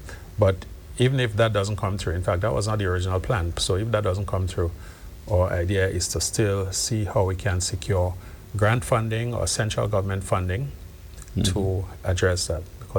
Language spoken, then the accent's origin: English; Grenada; guys that I grew up with in Chantemal or Sauteurs and elsewhere.